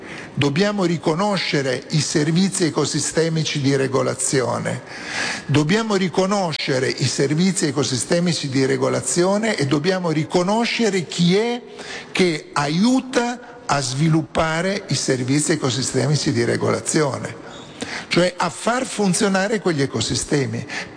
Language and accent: Italian; Rimini, Emilia-Romagna, Italy; sono di Rimini, e quindi capite bene che vengo da una realtà fortemente turistica e non certo naturale